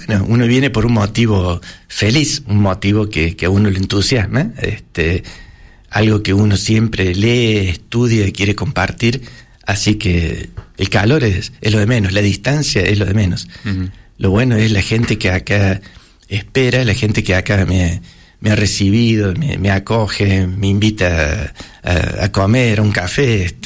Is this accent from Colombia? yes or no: no; Córdoba, Argentina; No somos tan diferentes los argentinos de los españoles o los cordobeses de los medinenses.